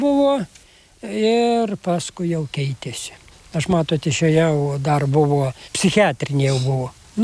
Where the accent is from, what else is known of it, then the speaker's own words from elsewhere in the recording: edge of Kelmė district, Šiauliai County, Lithuania; now in Šaukėnai, Lithuania; augau mamos Aušvijoje.